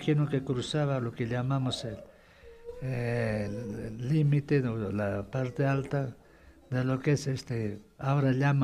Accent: Acomayo, Cusco, Peru; mi tierra Acomayo

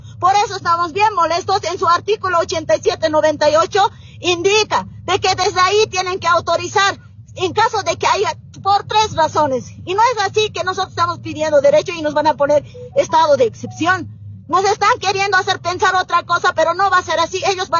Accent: Bolivia; nosotros somos dueños, propietarios de Estado Plurinacional de Bolivia.

